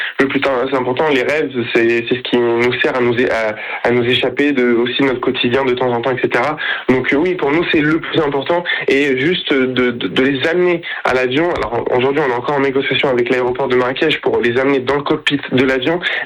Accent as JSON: {"language": "French", "town": "Saint-Romain-de-Colbosc", "region": "Normandy", "country": "France", "tie": "born or raised there", "said": "moi j'habite à Saint-Romain-de-Colbosc"}